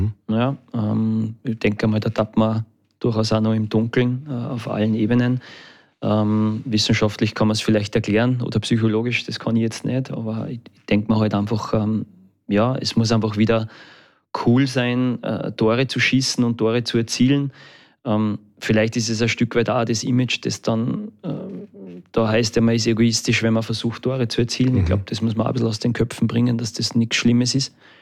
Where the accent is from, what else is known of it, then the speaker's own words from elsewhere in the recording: Austria; wir müssen halt trotzdem immer ein bisschen aufpassen als Österreicher.